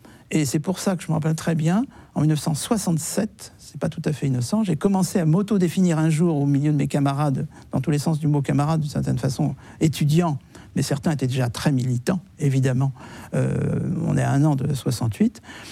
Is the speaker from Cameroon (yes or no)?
no; France; je suis français, même si j'étais par ailleurs juif